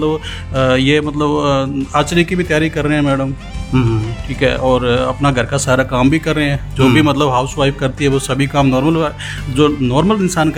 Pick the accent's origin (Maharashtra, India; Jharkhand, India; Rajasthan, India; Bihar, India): Rajasthan, India; Sri Ganganagar district; और मैं राजस्थान के श्री गंगानगर जिले का निवासी हूँ